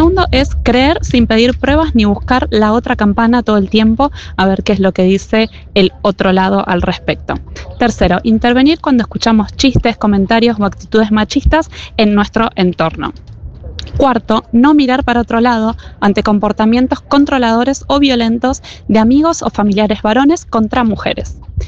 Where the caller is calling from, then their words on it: Oslo, Norway